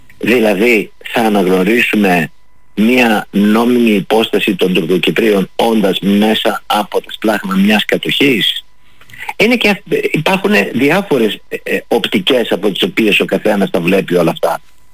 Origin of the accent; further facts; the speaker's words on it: Greece; Εμείς ως Έλληνες της Ελλάδος